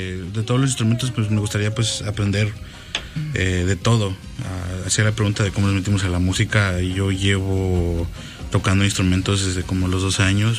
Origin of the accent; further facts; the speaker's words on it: Tlaxcala, Mexico; Pero mi mamá es del estado de Tlaxcala. Ok. Y pues yo crecí un buen tiempo en Tlaxcala.